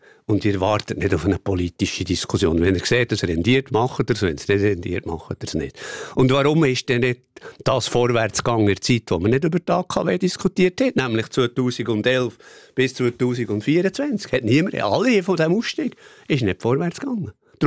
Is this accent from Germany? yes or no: no; Bern, Switzerland; als Berner Oberländer